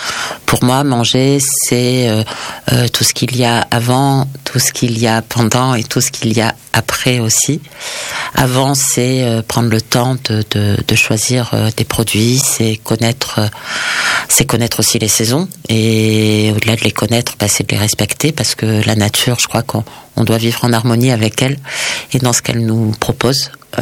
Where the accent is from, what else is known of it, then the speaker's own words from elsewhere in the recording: Auvergne-Rhône-Alpes, France; moi je suis une fille du Dauphiné. J'ai grandi dans le Dauphiné.